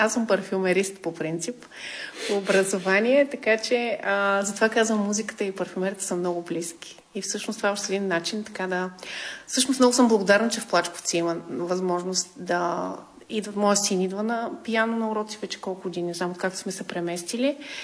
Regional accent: Vidin, Vidin Province, Bulgaria; also born or lived in Varna; Аз съм родом от Видин, но съм живяла на много места. Последно съм живяла във Варна. Обиколила съм България.

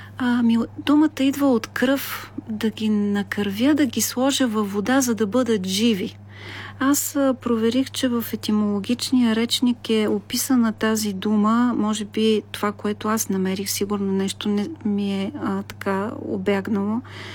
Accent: Novo Selo, Ruse Province, Bulgaria; moved away; това е Северна България, около Русе, на 20-тина километра, родното ми село, Ново село, в което не съм се връщала по ред причини от 9 години.

